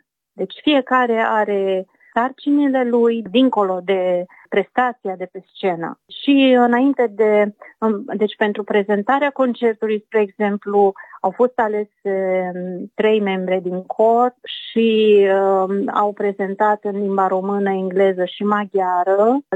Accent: Romania; moved away as an adult; now in Budapest, Hungary; ca și româncă care sunt aici de foarte mulți ani, de 35 de ani

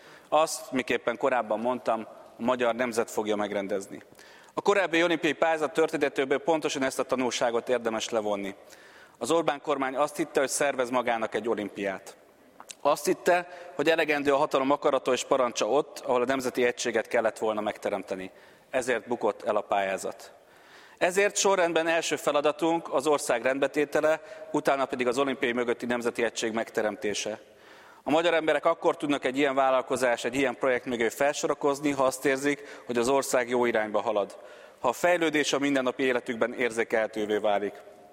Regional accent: Hungary; Ezekben a pillanatokban egyszerűen magyarok vagyunk.

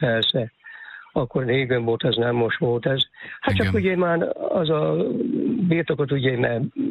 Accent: Öttömös, Csongrád-Csanád, Hungary; born there; moved away; ez ugye Ötemesen volt kint, a szülőházam, ahol volt.

